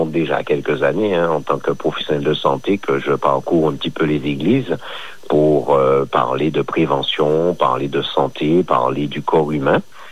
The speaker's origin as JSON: {"language": "French", "region": "Martinique", "country": "France", "also_born_or_lived": "Budapest, Hungary", "said": "puis depuis dimanche, je suis retourné chez moi en Martinique, et actuellement, je suis donc en Martinique."}